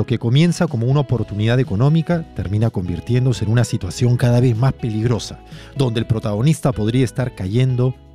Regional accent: Peru

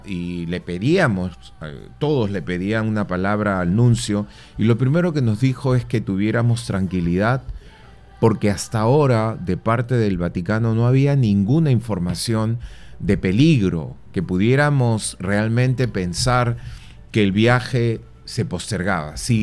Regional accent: Peru; somos peruanos cuando hacemos competencia con Chile para el deporte

